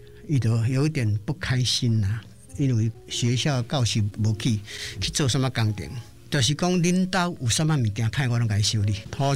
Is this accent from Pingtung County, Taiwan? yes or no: no; Yilan County, Taiwan; now in Hualien, Taiwan; 我是宜兰人。